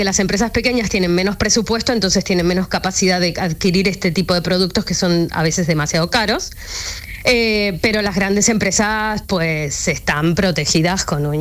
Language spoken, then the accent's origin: Spanish; Argentina; moved away as an adult; also born or lived in Spain; now in Manchester, United Kingdom; Bueno, yo soy de Argentina, pero con mi marido nos hemos mudado a España en 2015.